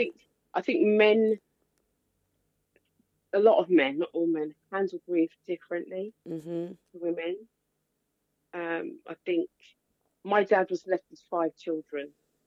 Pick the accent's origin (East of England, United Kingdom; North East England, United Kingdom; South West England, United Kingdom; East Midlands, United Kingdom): East of England, United Kingdom; Luton; I was brought up in Luton